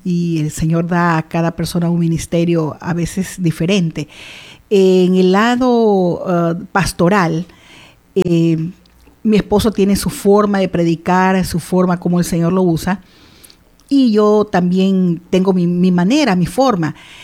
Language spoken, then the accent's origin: Spanish; Guayaquil, Guayas, Ecuador